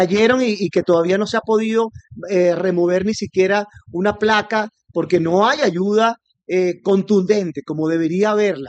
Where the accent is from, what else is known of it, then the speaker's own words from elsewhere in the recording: Venezuela; Yo como venezolano siento un poco de vergüenza al declarar esto, porque siento que, a ver, yo tengo suficiente edad para saber que en mi país